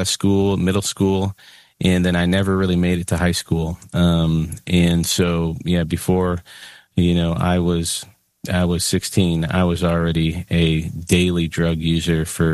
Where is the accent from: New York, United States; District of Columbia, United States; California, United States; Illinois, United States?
Illinois, United States; No, you know, I grew up in the Chicago suburbs